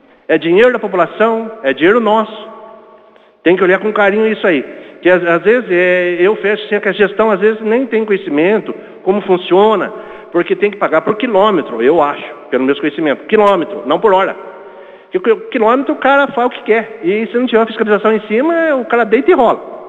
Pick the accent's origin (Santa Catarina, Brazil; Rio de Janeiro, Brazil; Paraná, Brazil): Paraná, Brazil; eu sou nascido em Ribeirão Bonito, sou o vereador do Ribeirão Bonito